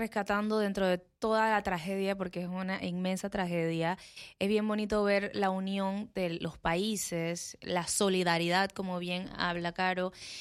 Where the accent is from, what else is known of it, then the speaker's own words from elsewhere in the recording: Panama; Yo como panameña